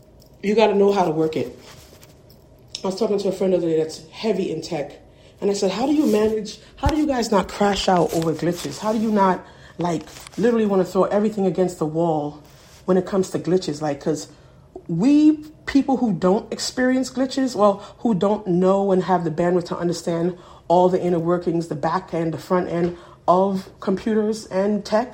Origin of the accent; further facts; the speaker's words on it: Hudson, New York, United States; I'm from Hudson